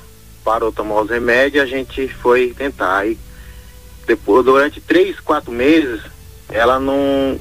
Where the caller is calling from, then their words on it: Mogi Guaçu, São Paulo, Brazil; Eu falo de Mogi Guaçu, São Paulo